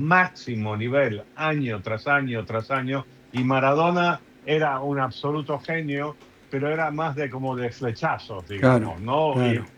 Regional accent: Buenos Aires, Argentina; yo viví en Argentina entre los 3 y los 10 años. Yo me crié en Buenos Aires.

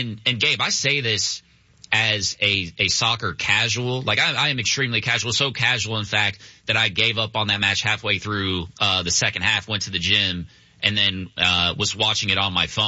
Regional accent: the South, United States; I'm from the South.

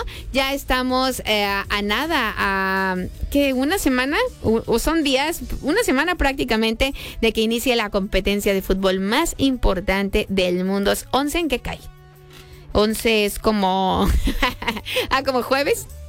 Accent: Mexico; Porque pues somos mexicanos

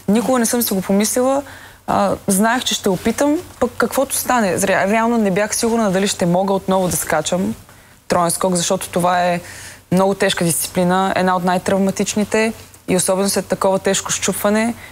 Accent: Plovdiv, Plovdiv Province, Bulgaria; предпочитам хубава компания с вкусна вечеря в Пловдив, откъдето съм аз.

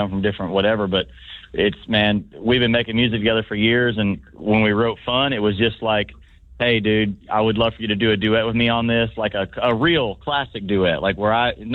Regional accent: Missouri, United States; now in Nashville, United States; I grew up in Southern Missouri.

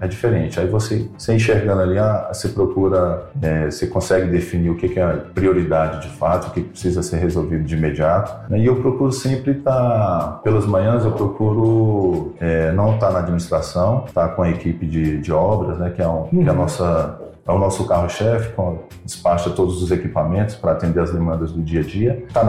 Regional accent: Recanto das Emas, Federal District, Brazil; born or raised there; also born or lived in Taguatinga

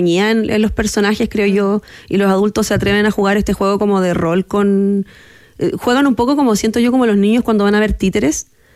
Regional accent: Concepción, Biobío, Chile; Yo soy de Concepción, una ciudad que quiere ser como Santiago, pero no.

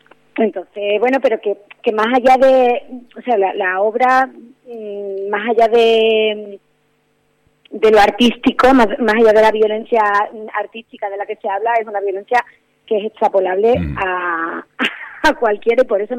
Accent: Andalusia, Spain; yo como andaluza que soy

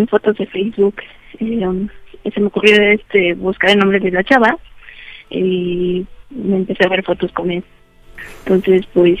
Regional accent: Magdalena Contreras, Mexico City, Mexico; 31 años y soy de la Magdalena Contreras.

